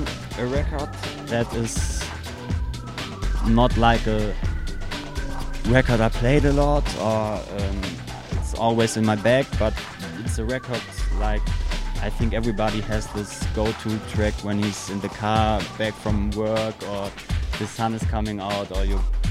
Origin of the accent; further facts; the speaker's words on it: Cologne, North Rhine-Westphalia, Germany; I'm from Cologne